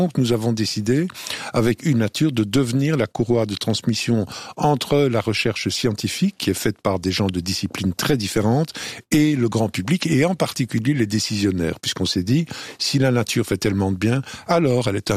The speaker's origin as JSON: {"language": "French", "country": "Belgium", "moved": "as an adult", "lives_now": "Quebec, Canada", "said": "moi j'étais en Belgique, j'ai pas mal voyagé, mais je suis belge à l'origine."}